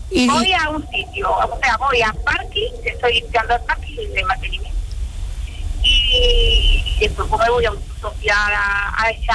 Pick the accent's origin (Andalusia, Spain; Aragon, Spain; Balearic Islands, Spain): Andalusia, Spain; Olivares; Yo soy de Olivares.